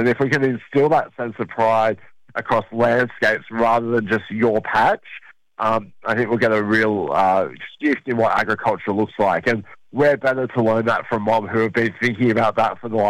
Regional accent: Boorowa, New South Wales, Australia; so I grew up in Wiradjuri country, a nice little town called Borrower down on the southwest slopes of New South Wales.

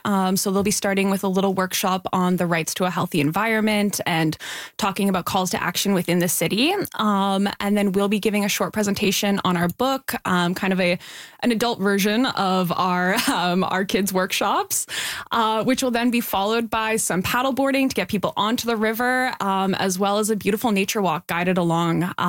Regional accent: Vancouver Island, British Columbia, Canada; moved away as an adult; now in Montreal, Canada; I'm from the West Coast, yeah. So I grew up on Vancouver Island. And so growing up there, I had a really big connection with the water. And when I moved out here, I kind of felt a disconnect at first.

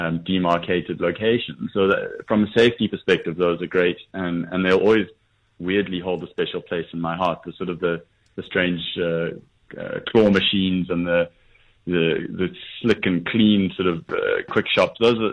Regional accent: Johannesburg, Gauteng, South Africa; I grew up in Joburg

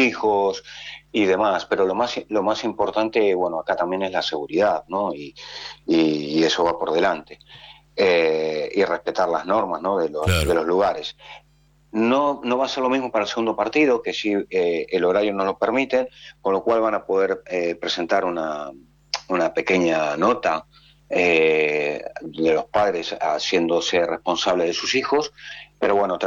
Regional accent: Argentina; Porque así somos los argentinos.

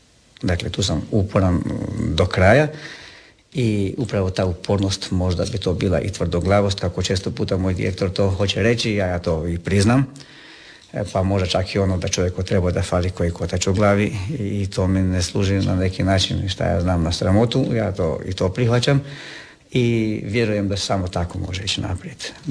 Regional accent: Međimurje County, Croatia; moved away; Znao sam da moj rodni kraj, Međimurje, nema takvih stvari.

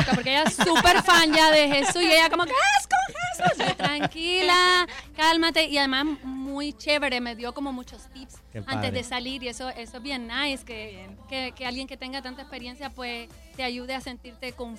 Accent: Cuba; de donde yo soy, son muy de tríos, muy de rancheras, okay, y eso es lo que se escuchaba en esa parte específicamente de Cuba

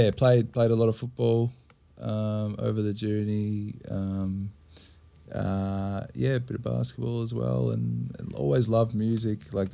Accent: Croydon South, Victoria, Australia; moved away as an adult; also born or lived in London; So I grew up in Croydon South. Out in the east, and shortly after uni, nicked off to London and over to overseas to do a bit of travelling.

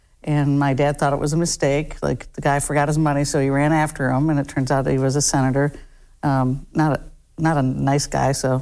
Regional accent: Toledo, Ohio, United States; born there; my parents are immigrants. They made roots in Toledo.

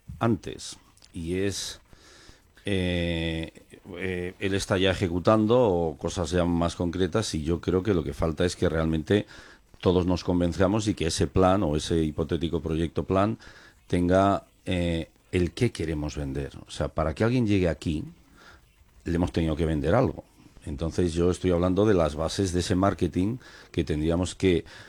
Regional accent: Aranda de Duero, Castile and León, Spain

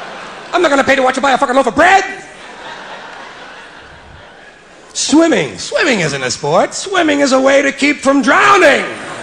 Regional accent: United States; I'm an American.

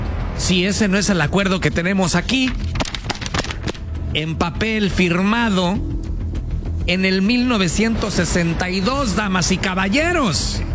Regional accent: Mexico; como mexicanos no pensamos más grande, no pensamos más allá

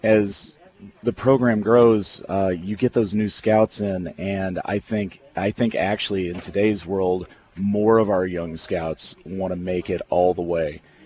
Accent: Rochester, United States; I'm from the Rochester area.

